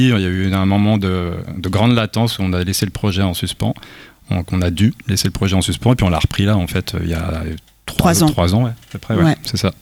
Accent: Vitré, Brittany, France; Pas hyper loin, mais ouais.

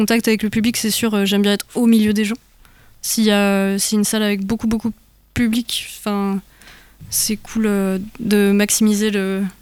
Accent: Occitanie, France; now in Rennes, France; la petite ville même d'où je viens

